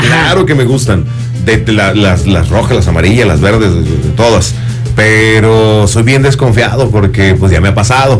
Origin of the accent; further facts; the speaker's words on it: Mexico; Soy mexicano